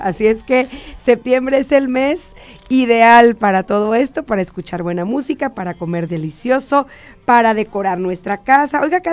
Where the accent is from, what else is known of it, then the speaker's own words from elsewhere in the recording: Mexico; Como mexicanos en todo el año hay que sentirse orgulloso y orgullosa de ser mexicano, de haber nacido en este hermoso país